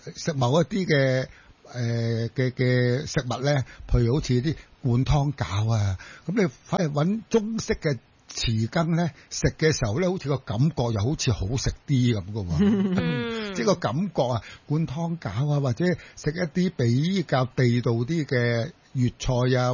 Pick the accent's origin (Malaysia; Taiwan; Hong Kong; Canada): Hong Kong; 我哋香港人